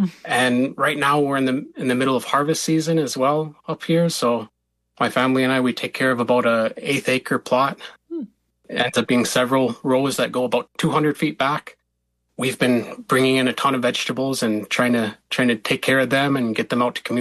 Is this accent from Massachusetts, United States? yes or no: no; Red Lake, Minnesota, United States; also born or lived in Ponemah; now in Fond du Lac Reservation, United States; I come from the Eagle Clan at Red Lake. My family comes from the community of Obashing, Panema, as well as Cass Lake over at Leech Lake. And I've been living here at Fond du Lac Reservation for about 10 and a half years now.